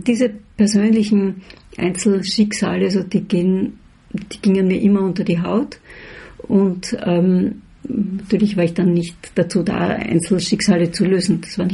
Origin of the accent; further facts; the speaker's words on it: Vienna, Austria; Aber zurück zur Frage, also ich bin Wienerin und bleibe es auch. Und da gehöre ich hin.